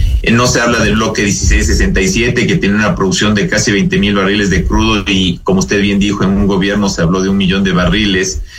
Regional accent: Ecuador; uno como ecuatoriano

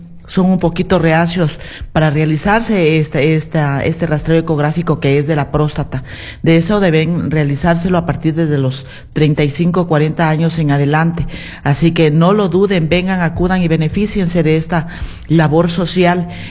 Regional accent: Ecuador

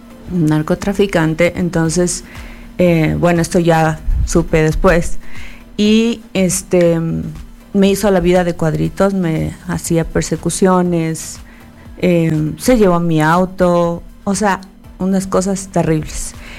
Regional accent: Quito, Pichincha, Ecuador; also born or lived in Guayaquil; somos de familia mona, pero yo soy quiteñaza porque vivo desde los 5 años de aquí.

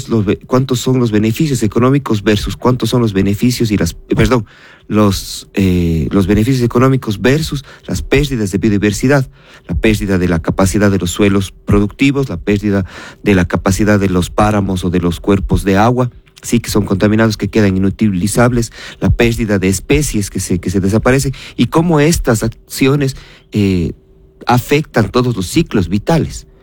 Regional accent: Ecuador; todos los ecuatorianos somos propietarios de estos recursos.

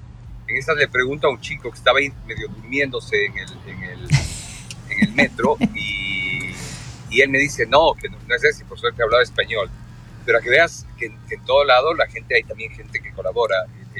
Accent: Cuenca, Azuay, Ecuador; Ya hasta que me salió lo cuencano

